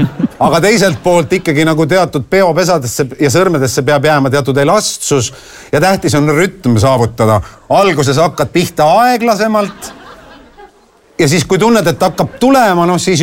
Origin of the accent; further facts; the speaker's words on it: Loksa, Harju County, Estonia; Kõik lapsed monoasulatest, nagu Loksa oli selline, kust mina pärit olin, tahtsid tegelikult minna maale tööle ja lüpsma hakata.